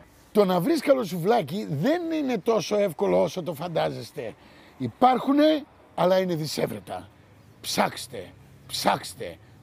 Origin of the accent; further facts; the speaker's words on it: Thessaloniki, Central Macedonia, Greece; moved away; από την πόλη μου, από τη Θεσσαλονίκη